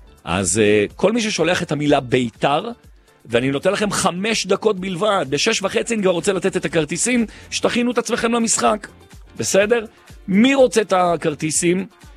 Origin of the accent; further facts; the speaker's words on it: Jerusalem, Jerusalem District, Israel; כי אני ירושלמי